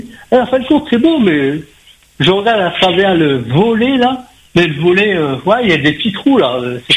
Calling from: Paris, Île-de-France, France; Eh ben moi je suis dans le nord, je suis sur Paris. Je suis sur Paris

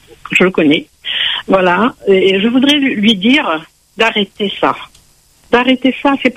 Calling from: Le Tampon, Réunion; J'habite au Tampon, j'ai 79 ans

